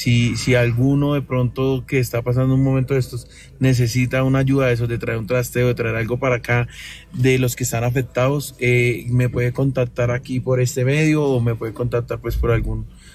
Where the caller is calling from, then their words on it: Bogotá, Colombia; Desde Bogotá.